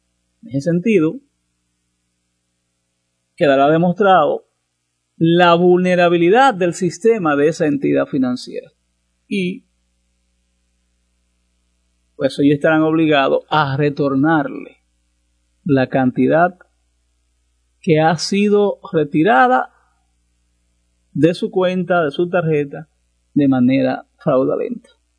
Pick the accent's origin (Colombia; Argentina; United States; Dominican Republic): Dominican Republic; San Francisco de Macorís, Duarte; moved away; allá en San Francisco de Macorís, en mi pueblo amado